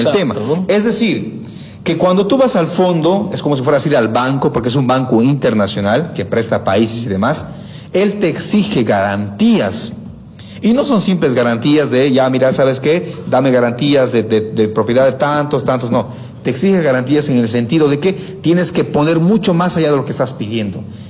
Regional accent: Bolivia; nosotros, como miembros de base, como sociedad boliviana

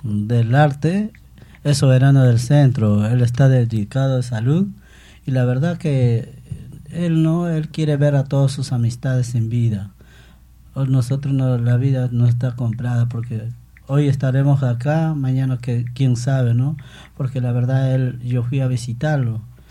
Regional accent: Huancavelica, Peru; en mi tierra Huancavelica, de Huayahuara soy

